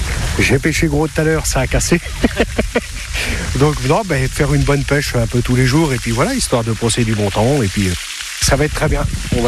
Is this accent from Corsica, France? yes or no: no; Pouilly-l'Aiguillé, Pays de la Loire, France; Nous, on est de Pouilly-l'Aiguillé et mes enfants sont de Bouloir.